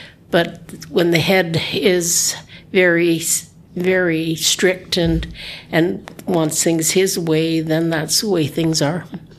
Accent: Whitehorse, Yukon, Canada; Well, I was born and raised here in Whitehorse.

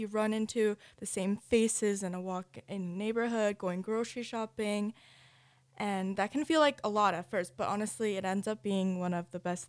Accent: Whitehorse, Yukon, Canada; also born or lived in Seoul, South Korea; Okay, so I was born in Seoul, and then when I was in second grade, I moved to Whitehorse. And then spent most my childhood here in Whitehorse. And then for high school, I left to study in Seoul in South Korea.

